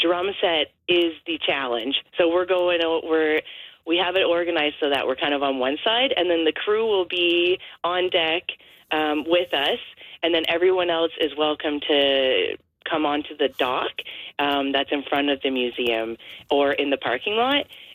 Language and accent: English; Lunenburg, Nova Scotia, Canada; I think that we're all from Lunenburg or the surrounding area